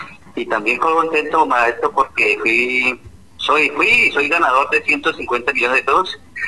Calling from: Manta, Cundinamarca, Colombia; los llamo desde Manta, Cundinamarca

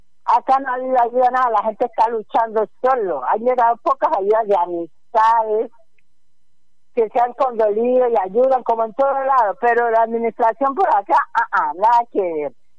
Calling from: Buenaventura, Valle del Cauca, Colombia; Soy integrante de la Junta de Acción Comunal del barrio de la Cima.

